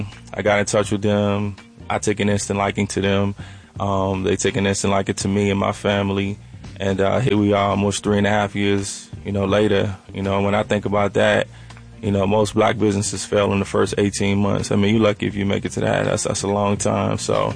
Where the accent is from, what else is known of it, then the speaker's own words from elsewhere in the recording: New Orleans, Louisiana, United States; moved away as an adult; now in Atlanta, United States; So I'm born and raised in New Orleans. I've been here since 2019, so I've spent some good time here in Atlanta.